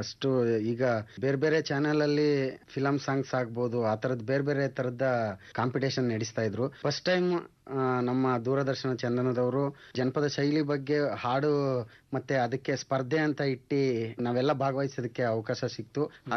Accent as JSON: {"language": "Kannada", "town": "Changachalli", "region": "Karnataka", "country": "India", "tie": "born or raised there", "said": "Sir, Yelandur taluk ಚಂಗಚಳ್ಳಿ ಅಂತ ಗ್ರಾಮ sir. ಅಲ್ಲಿ ಒಂದು ಪುಟ್ಟ ಹಳ್ಳಿ, ಅಲ್ಲಿಗೆ ಏನೋ ಒಂದು ಬಸ್ಸು ಎರಡು ಬಸ್ ಇರ್ಬೋದು."}